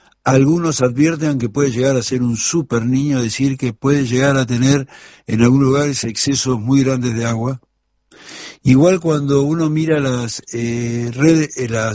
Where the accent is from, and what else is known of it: Argentina